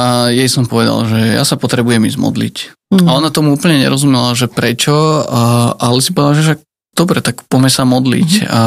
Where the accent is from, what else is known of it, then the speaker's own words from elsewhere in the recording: Modra, Bratislava Region, Slovakia; Pochádzam z Modry, z kresťanskej rodiny.